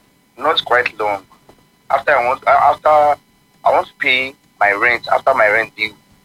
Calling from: Nigeria; from Soka.

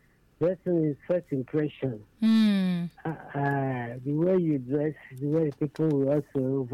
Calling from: Ebonyi, Nigeria; I'm from Ebonyi State.

